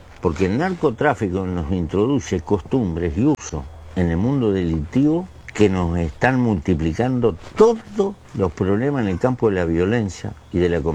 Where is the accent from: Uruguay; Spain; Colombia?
Uruguay